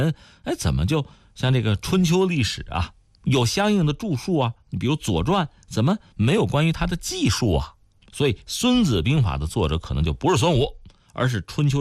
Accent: China; 我们中国人

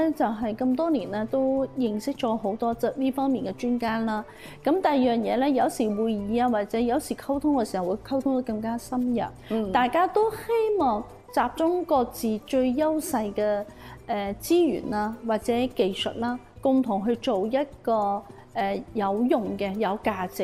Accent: Macau; moved away; 身為澳門人

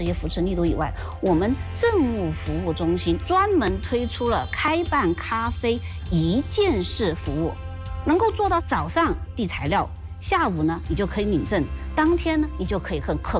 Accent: Guizhou, China; 我们贵州话来说是会容易熄火的

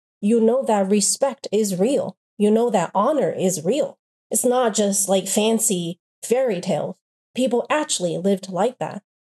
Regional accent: China; So in China, growing up in China, living in China, I don't get that sense of cynicism.

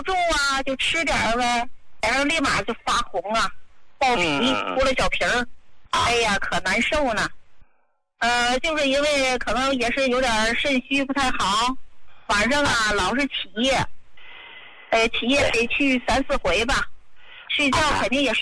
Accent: Hebei, China; now in Beijing, China; 我今年吧60多岁了，我是河北人，

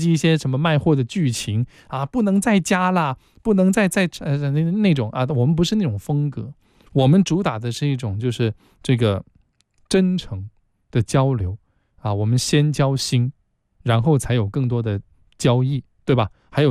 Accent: Guangzhou, Guangdong, China; 就我的家乡广州能够有这样的一部伟大的作品能够落户

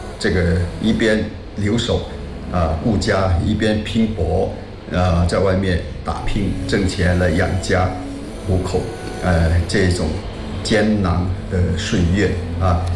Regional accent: Chaoshan, Guangdong, China; first language Teochew; Chinese is a second language; 我是土生土长的潮汕侨乡的人

